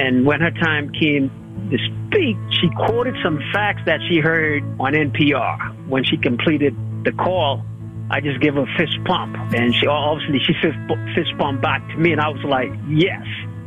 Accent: Wake Forest, North Carolina, United States; from Wake Forest, North Carolina, and invite you to join me, a sustainer and WNC listener.

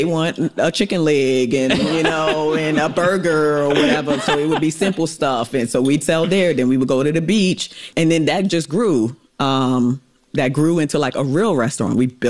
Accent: St. Thomas, U.S. Virgin Islands

